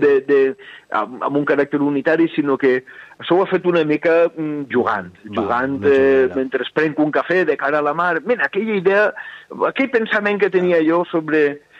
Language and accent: Catalan; Altea, Valencian Community, Spain; com a animal que viu a cavall entre Altea, que mon pare és d'Altea, jo soc d'Altea, m'he criat així